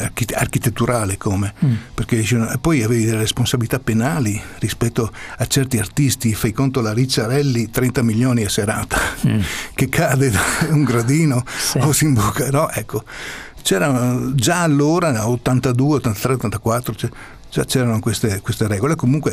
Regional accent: Pordenone, Friuli-Venezia Giulia, Italy; io sono di Pordenone

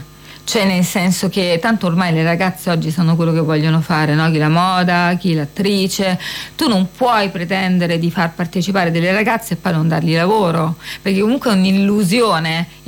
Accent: Rome, Lazio, Italy; fossi stata milanese andava bene, allora ok, sono di Roma, va bene

